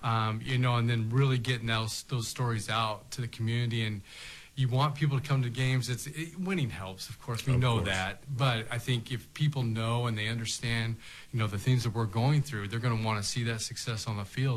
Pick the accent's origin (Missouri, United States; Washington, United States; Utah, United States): Washington, United States; Everett; also born or lived in Eugene; I grew up in the early years in Eugene, but then we moved to Seattle. He was a coach up there for a few years. And so really grew up in Everett, north of Seattle, Cascade High School.